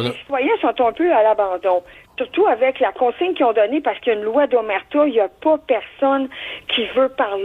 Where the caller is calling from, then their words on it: Sherbrooke, Quebec, Canada; Moi, je suis à Sherbrooke.